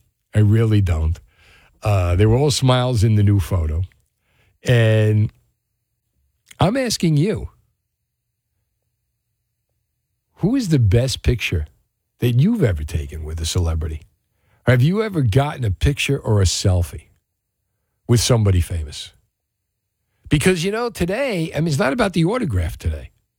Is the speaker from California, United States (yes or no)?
no; Marlboro, New Jersey, United States; I grew up in Marlboro.